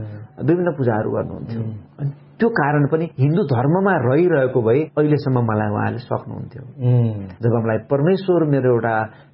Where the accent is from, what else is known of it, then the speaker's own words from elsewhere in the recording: Surkhet, Karnali Province, Nepal; त्यो सपना यहाँ सुते तापनि म सुर्खेतको देखेँ जुन घरमा म जन्मेको हुर्केको ठाउँ थियो.